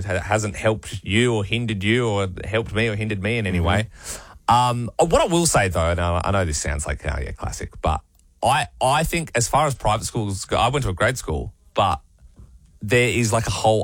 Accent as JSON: {"language": "English", "town": "Golden Grove", "region": "South Australia", "country": "Australia", "tie": "born or raised there", "said": "I said, \"Oh, I grew up in Golden Grove.\" And he went, \"Oh, fancy.\" And I was like, \"Dude"}